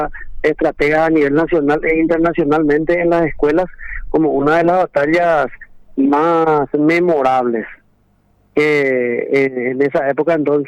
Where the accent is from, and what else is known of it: Paraguay